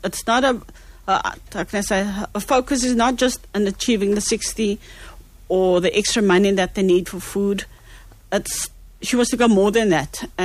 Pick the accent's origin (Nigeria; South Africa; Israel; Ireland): South Africa; Cape Town, Western Cape; myself, I come from Mitchell's Plain